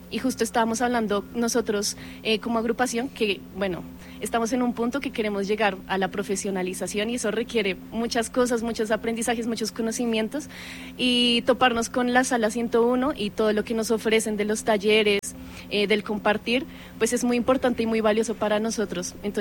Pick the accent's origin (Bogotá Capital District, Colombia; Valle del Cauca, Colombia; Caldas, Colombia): Bogotá Capital District, Colombia; Bogotá; no tan lejanos, de Bogotá, sí.